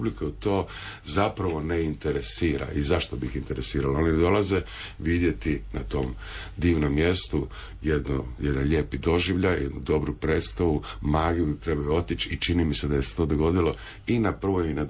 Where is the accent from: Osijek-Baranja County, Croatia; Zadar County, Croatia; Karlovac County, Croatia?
Osijek-Baranja County, Croatia; Osijek; now in Dubrovnik, Croatia; ja sam rodom iz Osijeka, pa kad sam kao mlađi se vraćao kao student u Osijek